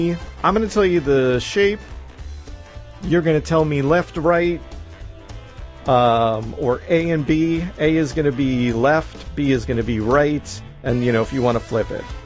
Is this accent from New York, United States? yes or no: yes; New York City, New York, United States; when I was growing up on Staten Island